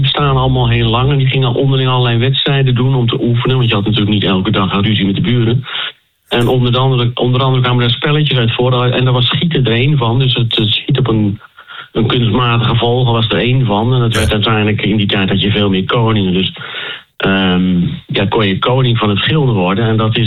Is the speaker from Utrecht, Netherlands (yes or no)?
yes; Soest, Utrecht, Netherlands